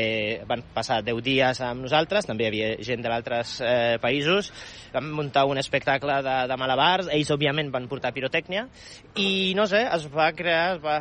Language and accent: Catalan; Częstochowa, Silesian Voivodeship, Poland; Jo sóc de ciutat de Częstochowa